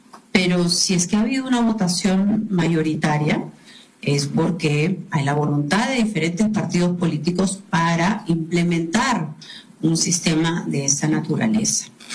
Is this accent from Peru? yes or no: yes; Peru; para empezar este proceso de volver a unirnos como peruanos